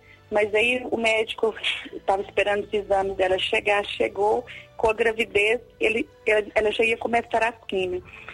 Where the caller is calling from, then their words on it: Guimarães, Minas Gerais, Brazil; Falo de Guimarães, Minas Gerais.